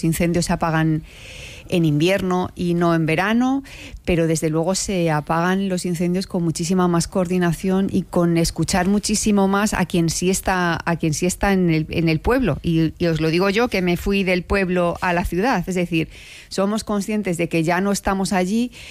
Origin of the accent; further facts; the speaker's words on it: Castilla-La Mancha, Spain; yo soy castellano manchega, soy una niña de pueblo, entonces me llega muy, muy de cerca.